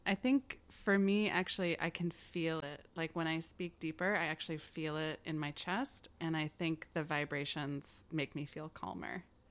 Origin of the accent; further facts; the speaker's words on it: Chicago, Illinois, United States; I'm from Chicago, Illinois. I don't have what people would describe as a Chicago accent or a Midwestern accent.